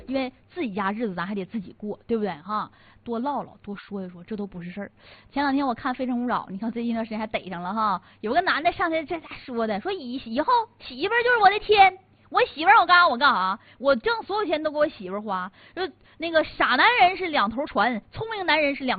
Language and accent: Chinese; Northeast China, China; 咱们东北话讲